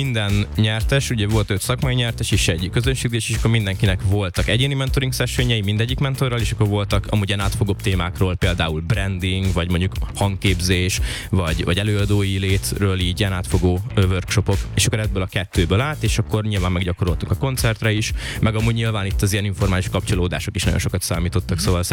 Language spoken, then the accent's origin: Hungarian; Hungary; valami Balatonhoz kötődőt, mivel mind a ketten onnan származunk